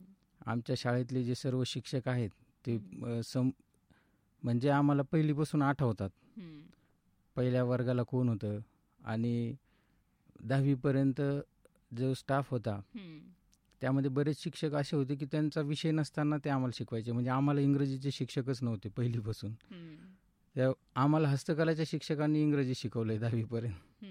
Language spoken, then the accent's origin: Marathi; Shivli, Maharashtra, India; moved away as an adult; now in Ahilyanagar, India; मी मूळचा शिवली गाव, तालुका जिल्हा जालना, आणि माझं बालपण शिवली गावातच गेलं। 10वीपर्यंत शिक्षण माझं जिल्हा परिषद शिवली या ठिकाणी झालेलं आहे, आणि पुढे मी जालना या ठिकाणी माझं ग्रॅज्युएशन केलं आहे